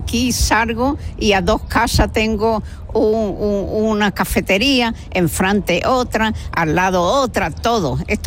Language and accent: Spanish; Seville, Andalusia, Spain; moved away as an adult; also born or lived in United States; Yo nací en Triana, en la calle Pureza número 20. Y a los 19 años me fui a América a estudiar inglés